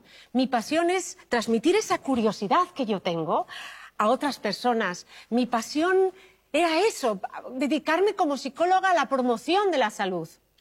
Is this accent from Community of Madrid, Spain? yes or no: yes; Madrid, Community of Madrid, Spain; born there; moved away; Pero soy de aquí, nací en Madrid.